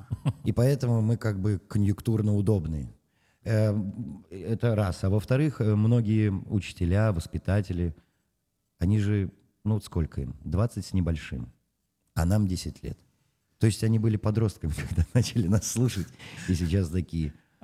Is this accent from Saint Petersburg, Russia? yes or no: yes; Saint Petersburg, Russia; мы из Санкт-Петербурга, у нас театральное образование.